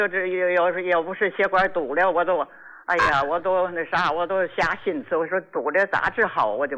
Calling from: Qinhuangdao, Hebei, China; 我是秦皇岛的。

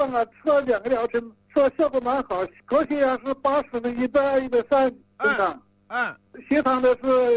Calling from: Zhongxiang, Hubei, China; 我是中乡湖北的

